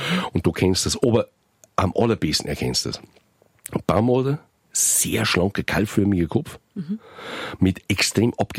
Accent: Bavaria, Germany; Das ist recht schön, das ist bei uns im Bayerischen Wald, im Bayerwald-Bote mal erklärt

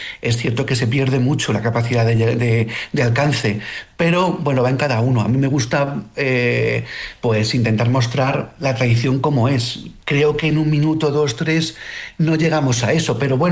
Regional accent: Alcázar de San Juan, Castilla-La Mancha, Spain; yo, por ejemplo, soy de Alcázar de San Juan, un pueblo de Ciudad Real

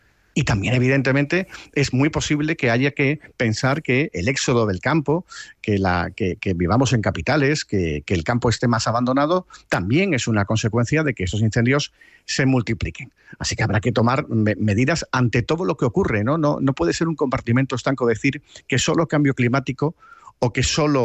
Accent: Andalusia, Spain; now in Madrid, Spain; yo soy andaluz, pero mi mujer es madrileña

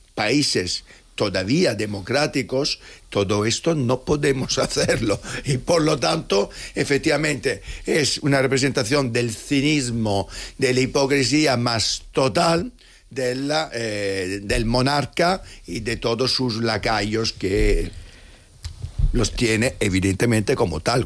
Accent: Brindisi, Apulia, Italy; En Italia, en mi pueblo, hace años, no os acordaréis, llegaron 10.000 albaneses ocupando una ciudad, la ciudad de Brindisi, sí. Que yo soy de ahí.

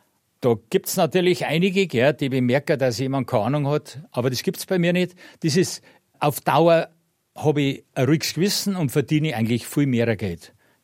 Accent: Munich, Bavaria, Germany; Und da bin ich aufgewachsen in Basing in der Mayhofstraße.

